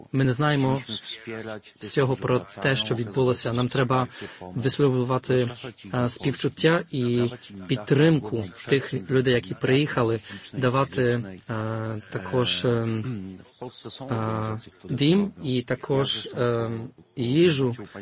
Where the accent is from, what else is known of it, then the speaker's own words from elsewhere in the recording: Poland; ми, поляки